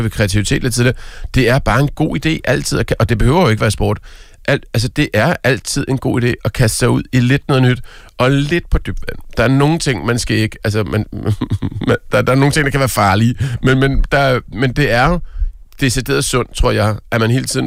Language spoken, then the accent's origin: Danish; Herlev, Capital Region of Denmark, Denmark; Jeg er vokset op i Herlev, som er sådan en ishockeyby, fordi der er en skøjtehal.